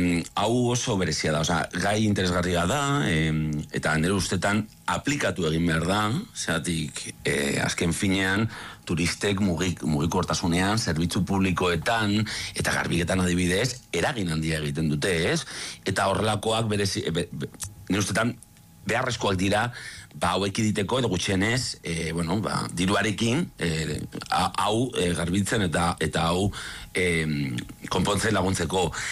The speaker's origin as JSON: {"language": "Basque", "town": "Vitoria-Gasteiz", "region": "Basque Country", "country": "Spain", "said": "baina Gasteizen, oza, ni Gasteiztarra naiz, eta benetan, herri industrial bat gara, ez?"}